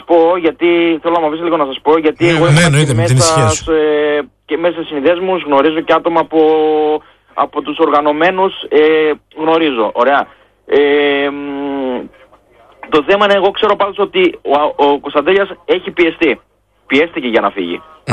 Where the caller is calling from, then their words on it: Eptalofos, Central Macedonia, Greece; από Ασπρόμαυρη Επτάλοφο.